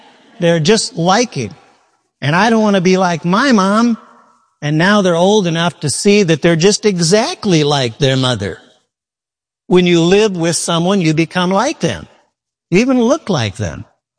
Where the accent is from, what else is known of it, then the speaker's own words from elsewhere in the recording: Midwest, United States; I mean, the lightning was something I've never seen. And I'm from the Midwest.